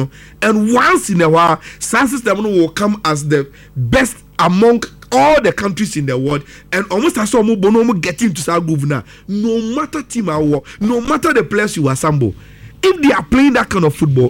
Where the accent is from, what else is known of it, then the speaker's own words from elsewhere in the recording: Ghana; Your instinct to say football say in your bone no no say the to your ability as Ghanaian will be up a boy